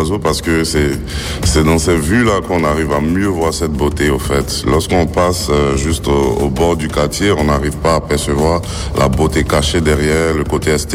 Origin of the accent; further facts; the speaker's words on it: Abidjan, Côte d’Ivoire; now in Berlin, Germany; Quand je suis à Berlin, j'ai un regard extérieur sur mon pays, sur ma ville.